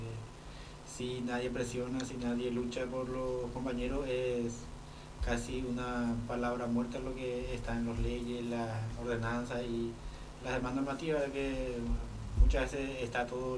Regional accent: Paraguay; nosotros como paraguayos tenemos mucha cultura

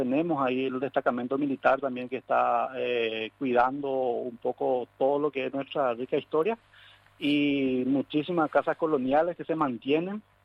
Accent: Caraguatay, Cordillera, Paraguay; Tenemos tres expresidentes acá de Caraguatay.

